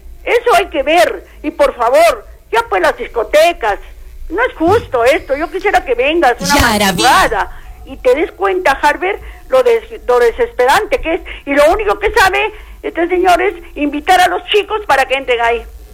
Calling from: Arequipa, Peru; Yo te hablo de Carmen Alto.

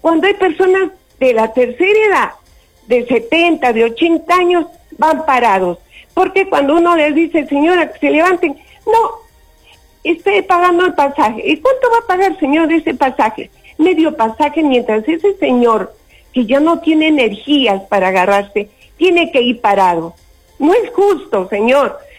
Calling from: Arequipa, Peru; yo soy arequipeña.

